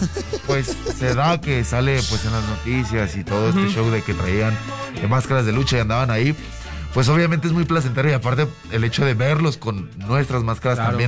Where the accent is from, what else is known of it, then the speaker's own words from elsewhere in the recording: Guadalajara, Jalisco, Mexico; somos de Guadalajara todos.